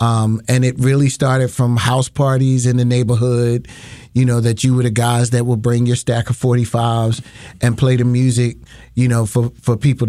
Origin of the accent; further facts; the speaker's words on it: Philadelphia, Pennsylvania, United States; Growing up in West Philly, we would have a lot of block parties.